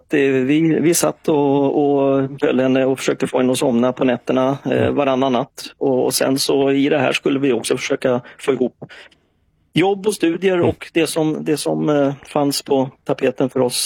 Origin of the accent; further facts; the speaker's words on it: Täby, Stockholm County, Sweden; also born or lived in Upplands Väsby; Vi hade bott i Täby tidigare, jag är uppväxt i Täby